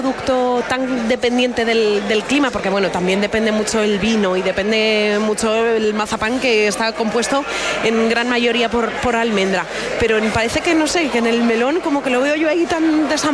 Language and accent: Spanish; Castilla-La Mancha, Spain; nosotros mismos, como castellano-manchegos